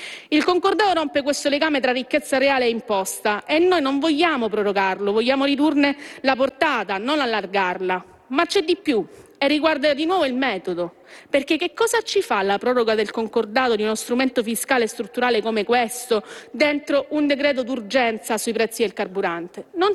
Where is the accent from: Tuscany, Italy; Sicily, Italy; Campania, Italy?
Sicily, Italy; Messina; Perché io vengo dalla Sicilia, vengo da Messina.